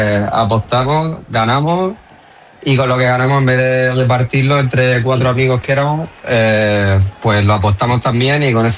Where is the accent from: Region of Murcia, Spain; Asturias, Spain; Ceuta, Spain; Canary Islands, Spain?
Region of Murcia, Spain; Molina de Segura; Murcia, Molina y sí, Murcia.